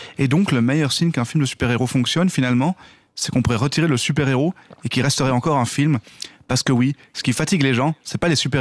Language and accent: French; Romandy, Switzerland; je suis un des Suisses romans qui compte, un des 100 Suisses romans qui compte selon le temps.